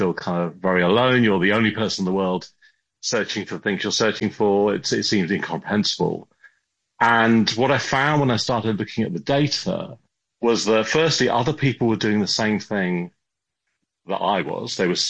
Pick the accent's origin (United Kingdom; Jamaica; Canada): United Kingdom; England; moved away as an adult; now in San Francisco, United States; I had a very English upbringing, grew up in the middle of the countryside.